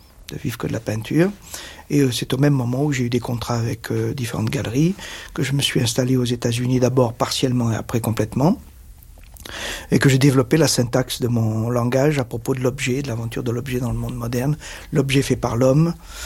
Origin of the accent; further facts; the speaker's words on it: Nice, Provence-Alpes-Côte d'Azur, France; Je suis né à Nice, d'un père d'origine espagnole, d'une mère française.